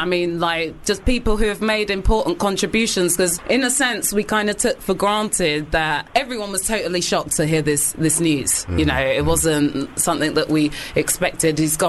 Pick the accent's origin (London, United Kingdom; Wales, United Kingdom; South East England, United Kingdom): London, United Kingdom; to me as a Londoner from the outside, it just sounds like New York.